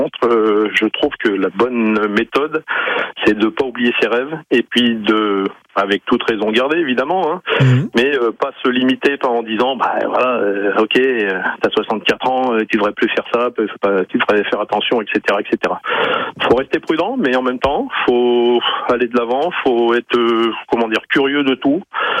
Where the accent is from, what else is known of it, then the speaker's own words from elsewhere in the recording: Grenoble, Auvergne-Rhône-Alpes, France; moved away as an adult; now in Besançon, France; Alors maintenant, j'habite à Besançon, mais je suis un grenoblois, fidèle grenoblois. J'ai vécu des dizaines d'années à Grenoble.